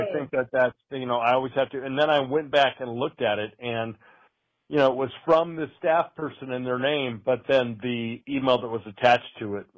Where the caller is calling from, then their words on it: Las Vegas, Nevada, United States; I'm calling from the Las Vegas area